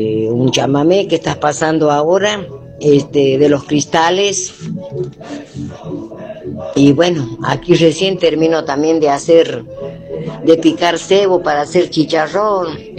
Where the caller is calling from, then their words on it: Argentina; Soy de Caño